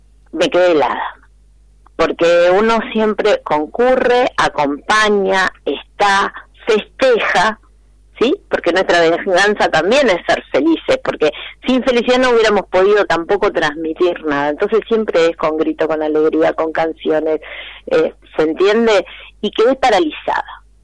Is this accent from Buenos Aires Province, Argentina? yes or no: yes; General Rodríguez, Buenos Aires Province, Argentina; yo en mi caso soy hija de General Rodríguez